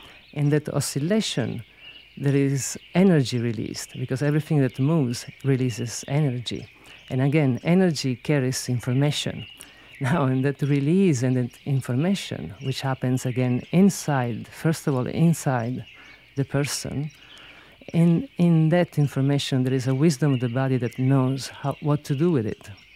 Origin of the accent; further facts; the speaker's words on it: Sicily, Italy; first language Sicilian; English is a second language; I grew up in Sicily, and as a child, I was very sensitive and curious about what I call the invisible world. Both in our language, in Sicilian, and among my grandmothers and community, we refer to everything as if it's alive.